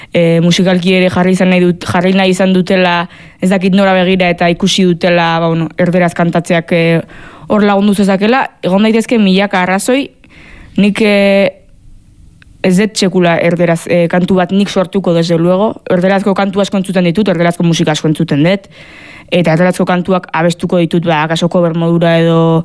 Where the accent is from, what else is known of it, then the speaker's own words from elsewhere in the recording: Basque Country, Spain; nire jaioterriak aso oso txiki bat alako ere Gipuzkoa barnealdean, beti nik egunerokoan euskera egin ezen detelako nire familiarekin momentu guztietan, nire ingurua beti oso euskalduna izan dalako